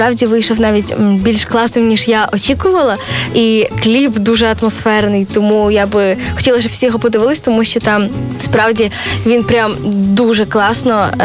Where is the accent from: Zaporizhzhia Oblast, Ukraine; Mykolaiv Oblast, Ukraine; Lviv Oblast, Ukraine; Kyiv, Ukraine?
Lviv Oblast, Ukraine; Lviv; Я родом зі Львова.